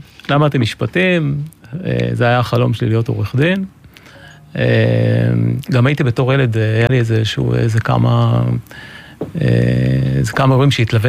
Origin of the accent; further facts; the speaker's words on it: Haifa District, Israel; אני מושבניק, נולדתי במושב צרופה, בן להורים חקלאים, סבא וסבתא שלי היו ממייסדי המושב, משני הצדדים.